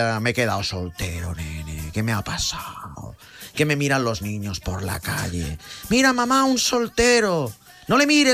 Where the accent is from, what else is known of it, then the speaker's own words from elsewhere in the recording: Catalonia, Spain; also born or lived in Galicia; actor galaico catalán, galaico porque nací en Galicia, aunque nunca viví allí, catalán porque siempre he vivido en Cataluña